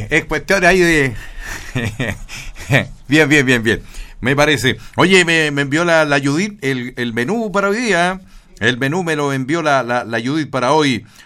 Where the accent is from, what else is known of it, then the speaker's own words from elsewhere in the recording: Tomé, Biobío, Chile; yo me crié en Frutillares